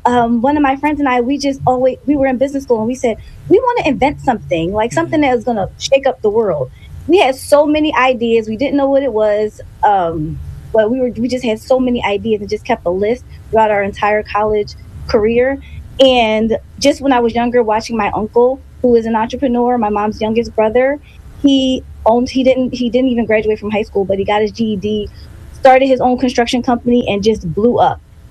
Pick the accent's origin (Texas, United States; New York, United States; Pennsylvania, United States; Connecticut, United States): Pennsylvania, United States; Philadelphia; I grew up in Philly in the neighborhood called The Bottom. So it was a bad neighborhood